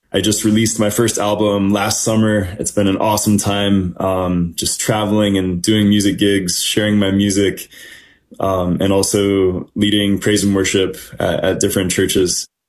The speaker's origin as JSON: {"language": "English", "region": "Florida", "country": "United States", "tie": "born or raised there", "said": "We grew up in Florida"}